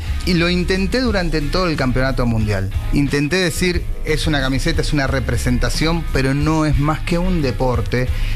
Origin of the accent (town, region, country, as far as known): Argentina; now in Mexico